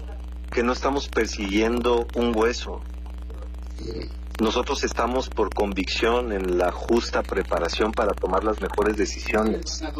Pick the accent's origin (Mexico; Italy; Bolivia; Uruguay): Mexico; Acapulco, Guerrero; moved away as an adult; yo no he sido un factor de división en mi pueblo.